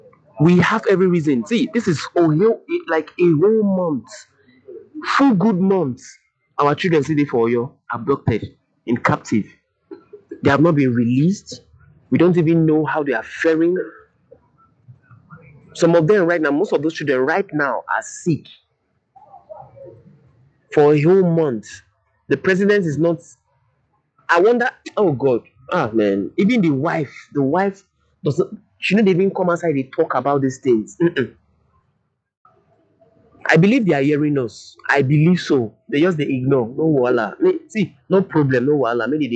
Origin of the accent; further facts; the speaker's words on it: Nigeria; our right as Nigerian citizens of the country